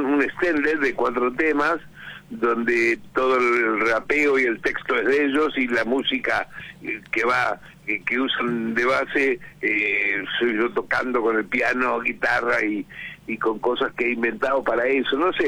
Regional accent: Rosario, Santa Fe, Argentina; que soy rosarino, que mis abuelos eran piamonteses y andaluces por el otro lado

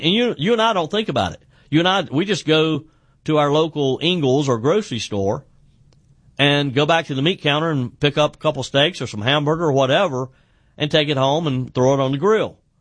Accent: South Carolina, United States; If you got a farm, say in my home state of the upstate of South Carolina, you got a farm here in the upstate

